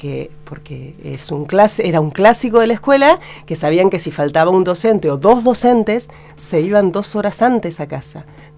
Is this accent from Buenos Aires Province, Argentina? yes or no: yes; Coronel Suárez, Buenos Aires Province, Argentina; Nacimos los dos en Coronel Suárez, rendimos concurso.